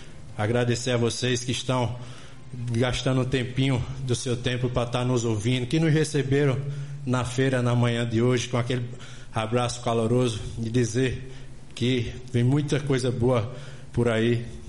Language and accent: Portuguese; Pedra, Pernambuco, Brazil; Vocês sabem que aqui é minha história, aqui está enfincada as minhas raízes, é daqui que eu sou